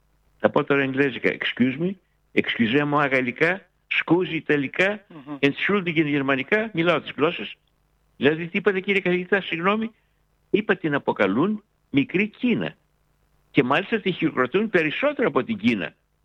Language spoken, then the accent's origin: Greek; Macedonia, Greece; πονάει η καρδιά μου σαν Μακεδόνας